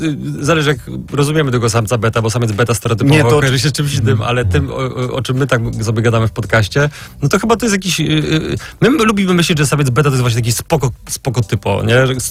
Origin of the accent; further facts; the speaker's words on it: Wałbrzych, Lower Silesian Voivodeship, Poland; now in Warsaw, Poland; bo jestem z Wałbrzycha w ogóle, z mniejszego miasta.